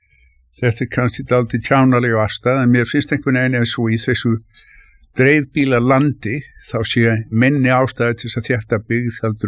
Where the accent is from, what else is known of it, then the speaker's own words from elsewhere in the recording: Reykjavík, Capital Region, Iceland; ég fættist 1949 og ég óks upp tölvært mikið í Norðurmýrinni.